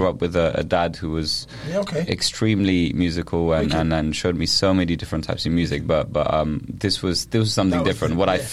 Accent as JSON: {"language": "English", "town": "Paris", "region": "Île-de-France", "country": "France", "said": "I'm from Paris."}